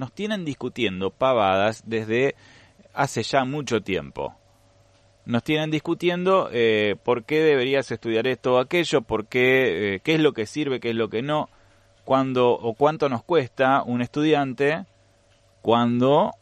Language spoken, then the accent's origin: Spanish; Argentina; somos todos argentinos.